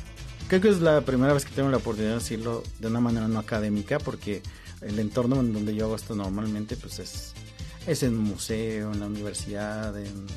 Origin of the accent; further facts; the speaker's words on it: Mexico; que nosotros desconocemos como mexicanos